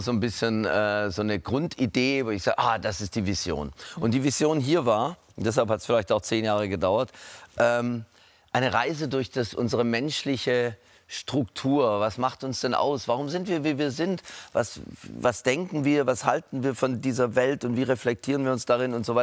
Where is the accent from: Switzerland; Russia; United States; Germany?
Germany; Swabia; Ich bin Schwabe.